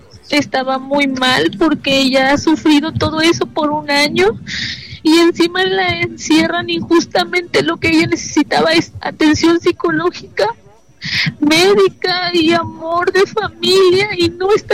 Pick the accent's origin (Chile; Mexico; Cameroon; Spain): Mexico; Poza Rica, Veracruz; Nosotros no somos de aquí, somos de Poza Rica, no tenemos familia aquí.